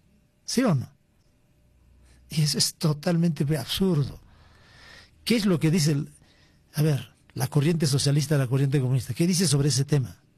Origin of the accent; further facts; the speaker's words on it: Peru; ¿De qué somos los peruanos dueños?